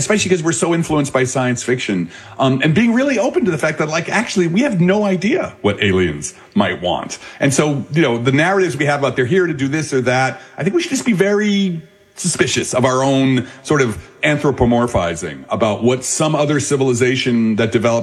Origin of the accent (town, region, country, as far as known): Belleville, New Jersey, United States